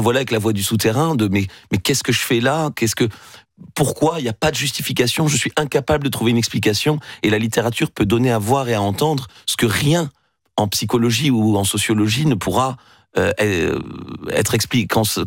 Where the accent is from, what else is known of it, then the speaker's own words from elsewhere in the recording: Toulouse, Occitanie, France; quand on vit comme moi dans les terres loin de l'océan, puisque je suis un Toulousain